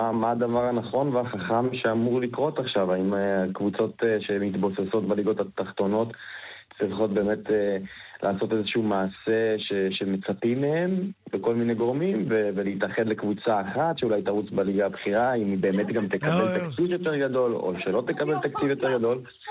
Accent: Rehovot, Central District, Israel; born or raised there; moved away

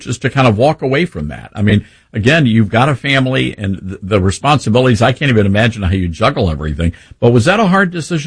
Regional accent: Memphis, Tennessee, United States; my hometown, Memphis, Tennessee

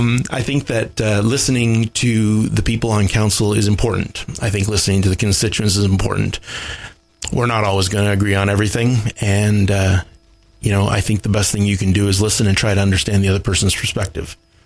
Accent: Bancroft, Ontario, Canada; also born or lived in Toronto; now in Cardiff, Canada; I was born and raised in Bancroft, Ontario. I was born at the Bancroft Hospital, and my parents had a cattle farm near Maynooth, which is north of town. I left small town

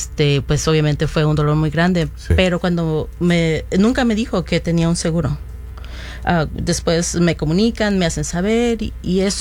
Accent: Mexico; moved away; yo soy de México, mi mamá es de Michoacán

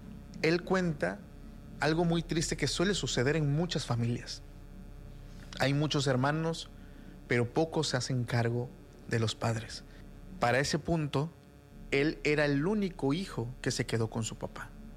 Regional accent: Mexico; Los que somos mexicanos

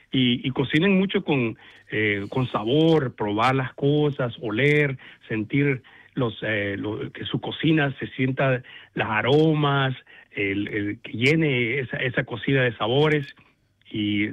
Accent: El Salvador; Sí, a mí los platillos de mi región, yo soy de El Salvador, y las pupusas son como el plato predilecto de los centroamericanos

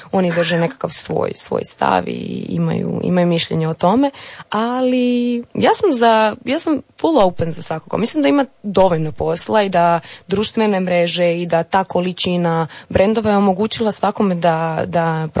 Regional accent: Croatia

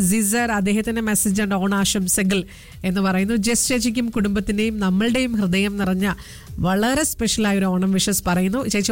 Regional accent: Chavakkad, Kerala, India; എൻ്റെ വീട് തൃശ്ശൂർ ചാവക്കാടാണ്.

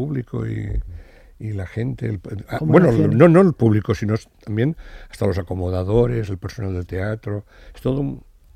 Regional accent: Sitges, Catalonia, Spain; yo soy de Sitges, entonces en Sitges hacía un festival de teatro muy importante

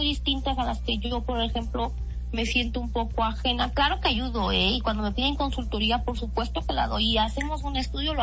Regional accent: Mexico; now in Spain

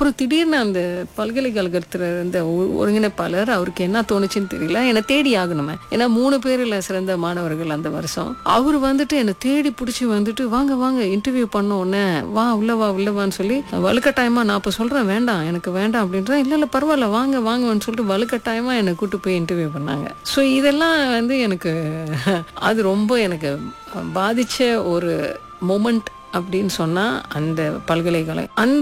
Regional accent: Sentul, Kuala Lumpur, Malaysia; ஏன்னா நான் பிறந்து வளர்ந்ததெல்லாம் செந்தூலில் தான். இப்போ செந்தூல்னாலே எல்லாரும் சொல்லிடுவாங்க, யூனிவர்சிட்டி போகும்போது ஐயோ செந்தூலா அதெல்லாம் பயங்கரமான இடமாச்சே அப்படின்ட்டுலாம் நிறையா பேர் சொல்லியிருக்காங்க.

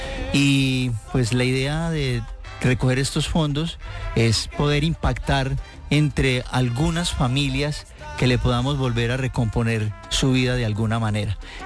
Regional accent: Apía, Risaralda, Colombia; Yo ni siquiera soy de Apía Risaralda. Soy de una vereda de Apía Risaralda.

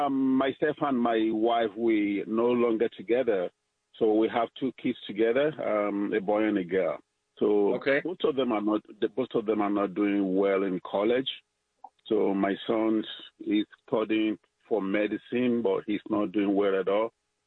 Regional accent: Nigeria; Originally from Nigeria.

